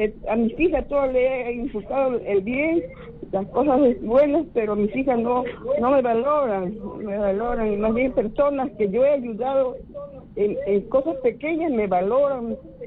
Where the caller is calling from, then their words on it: Chincha Alta, Ica, Peru; Yo soy de Chincha.